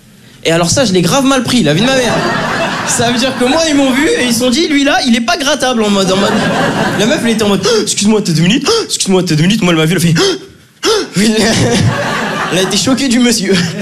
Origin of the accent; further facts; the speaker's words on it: Draguignan, Provence-Alpes-Côte d'Azur, France; now in Lyon, France; c'est que moi, je viens de Draguignan. Donc, partout où je suis en France, je suis content d'être là